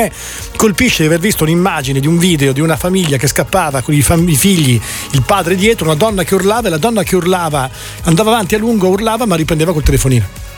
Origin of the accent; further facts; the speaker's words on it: Rome, Lazio, Italy; io che sono romano